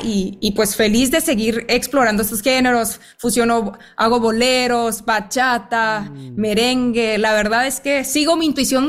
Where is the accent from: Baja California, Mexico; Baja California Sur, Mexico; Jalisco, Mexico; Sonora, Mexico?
Sonora, Mexico; now in Mexico City, Mexico